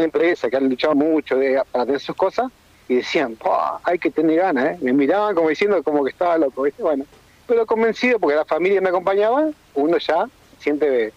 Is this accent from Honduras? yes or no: no; Comodoro Rivadavia, Chubut, Argentina; born there; El barrio donde yo nací, barrio La Pría